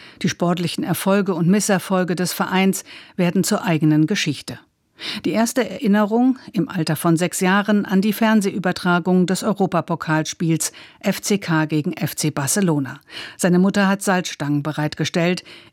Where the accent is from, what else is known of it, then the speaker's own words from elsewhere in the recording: Kaiserslautern, Rhineland-Palatinate, Germany; Ich bin in Kaiserslautern aufgewachsen